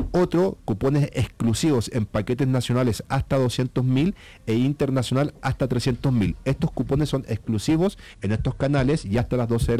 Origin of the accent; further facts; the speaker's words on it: Chile; now in Colombia; Y decía, qué raro, yo soy chileno, nuestro principal destino es Brasil, vamos mucho, y acá en Colombia la gente no estaba viajando a Brasil